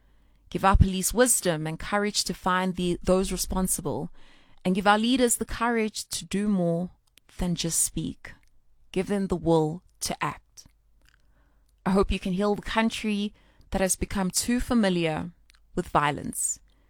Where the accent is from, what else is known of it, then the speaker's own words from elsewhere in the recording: South Africa; You know, we always speak about the pride that we have for being in this country, living as a South African.